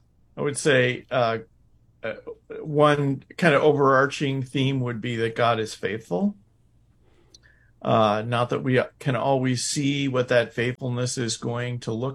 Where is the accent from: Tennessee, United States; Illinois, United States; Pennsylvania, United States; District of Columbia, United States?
Illinois, United States; moved away as an adult; because I was from Illinois and didn't follow Indiana schools that closely